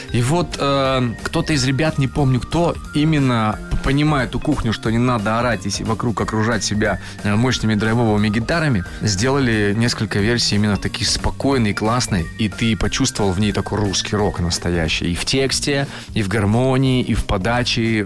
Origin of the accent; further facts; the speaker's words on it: Chelyabinsk, Chelyabinsk Oblast, Russia; я из Челябинска, они Екатеринбурга, да.